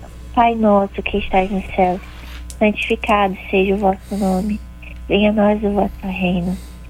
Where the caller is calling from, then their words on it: Rio de Janeiro, Brazil; da paróquia Nossa Senhora da Saúde, em Curicica.